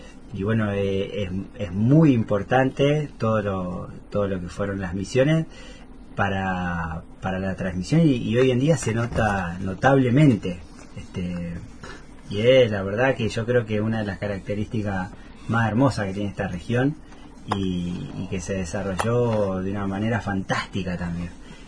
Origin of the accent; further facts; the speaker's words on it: Buenos Aires Province, Argentina; now in Corrientes, Argentina; me toca decirlo como porteño, si se quiere, que yo siempre digo, no soy porteño, soy conurbano